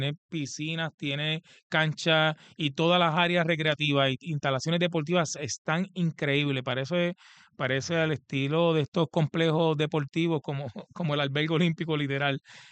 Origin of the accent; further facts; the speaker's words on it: Aguas Buenas, Puerto Rico; los parques hacia mi pueblo Aguabuena